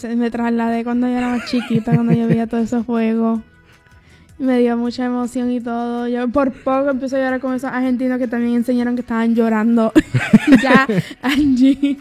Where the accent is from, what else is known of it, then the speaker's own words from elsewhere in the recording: Puerto Rico; Yo en este tiempo yo soy universal, no me considero tan puertorriqueña. Considero brasileña, de Portugal, Argentina, estoy de todos esos lugares menos Puerto Rico. Así que ahorita soy de Portugal